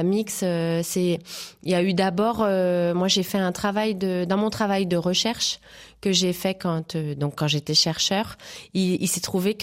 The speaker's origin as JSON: {"language": "French", "region": "Brittany", "country": "France", "also_born_or_lived": "Île-de-France", "said": "Moi je suis originaire de Bretagne puis de région parisienne."}